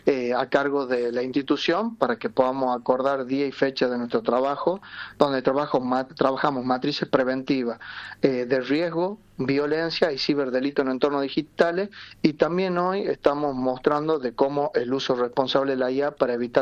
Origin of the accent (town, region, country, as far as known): Argentina